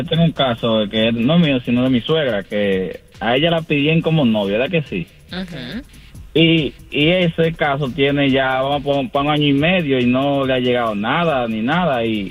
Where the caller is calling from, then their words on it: New York, United States; yo vivo en Queens, en Flushing.